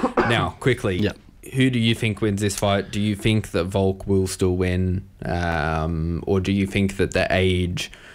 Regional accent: Australia; As an Australian, obviously, we back him all the way.

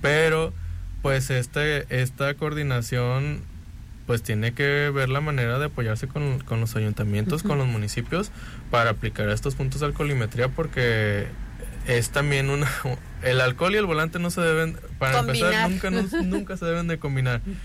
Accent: Cuauhtémoc, Colima, Mexico; yo soy de Cuauhtémoc, yo vivo en Cuauhtémoc

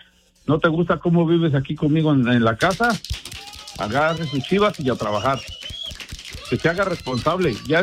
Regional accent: Mexico; moved away; Yo los crié igual como a mí me criaron en México.

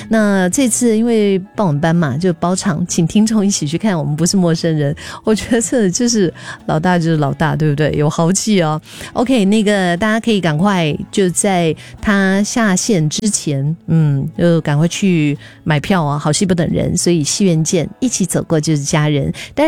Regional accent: Singapore; 我们新加坡人

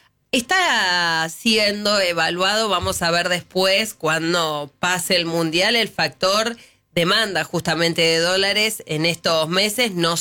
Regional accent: Argentina; Somos los argentinos.

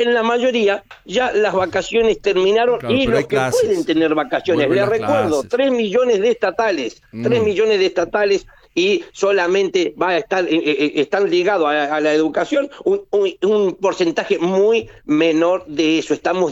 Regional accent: Argentina; ¿En serio, como argentinos, vamos a tolerar que esta Cristalina Georgieva nos diga que no le preocupa que la Argentina no tenga dinero para pagar la deuda?

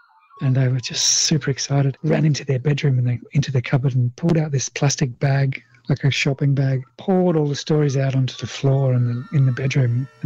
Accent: Wagin, Western Australia, Australia; I'm a Wadjalah from Wagin in Western Australia, and I've done a bit of bird in the UK.

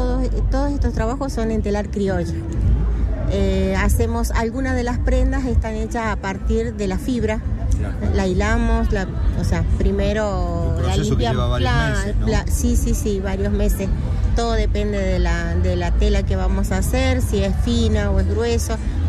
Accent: La Tercena, Catamarca, Argentina; soy artesana textil del departamento Fray Mamerto Esquiú, precisamente de la Tercena.

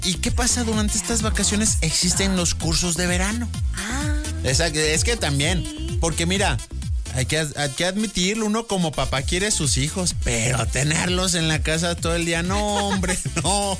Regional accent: Jesús María, Mexico; en mi tierra natal, en mi queridísimo Jesús María

